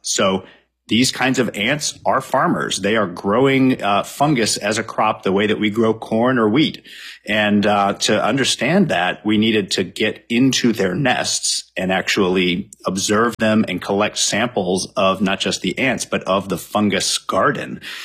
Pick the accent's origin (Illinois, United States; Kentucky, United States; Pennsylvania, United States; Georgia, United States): Illinois, United States; Champaign-Urbana; which I had that as a kid, you know, growing up in Champaign-Urbana.